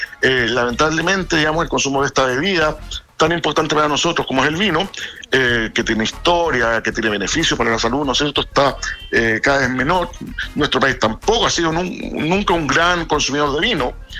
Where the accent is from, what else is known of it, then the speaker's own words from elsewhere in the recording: Santiago, Santiago Metropolitan Region, Chile; Yo soy santiaguino y me encanta valorizar la importancia del Valle del Maipo, ¿no es cierto? Este río que cruza nuestra ciudad es un valle emblemático